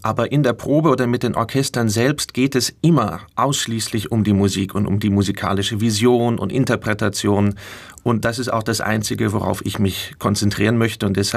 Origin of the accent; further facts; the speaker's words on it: Hannover, Lower Saxony, Germany; das war in der Staatsoper in Hannover, meiner Heimatstadt, wo ich die Zauberflöte gesehen habe.